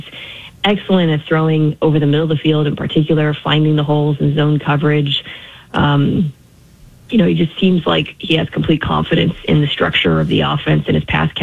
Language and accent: English; Nebraska, United States; I know. I mean, I'm from Nebraska, so I don't know. You know, maybe I'm not the Nebraska stereotype per se